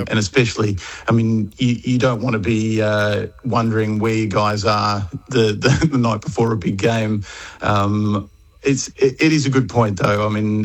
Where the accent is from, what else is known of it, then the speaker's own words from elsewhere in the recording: Melbourne, Victoria, Australia; Sure. So I grew up in Melbourne. I'm a physio by background